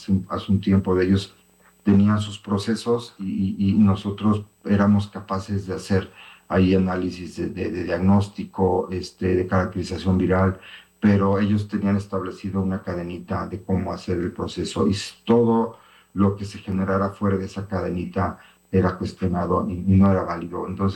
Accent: Xalapa, Veracruz, Mexico; los que somos de aquí de Jalapa

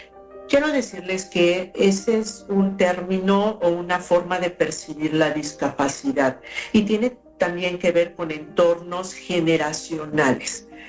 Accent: Mexico

